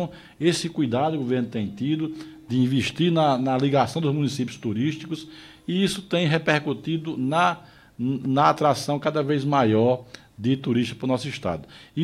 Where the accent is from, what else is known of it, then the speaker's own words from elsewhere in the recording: Ceará, Brazil; moved away; quando eu era criança, lá no Ceará, eu ficava na a casa do meu pai, na beira da pista, assim, da rodovia